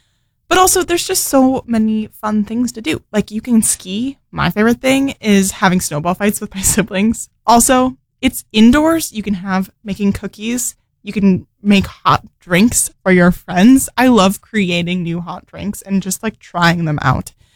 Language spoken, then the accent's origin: English; Minnesota, United States; I'm from Minnesota, so the cold is where I live. It's actually the coldest per capita state in the U.S.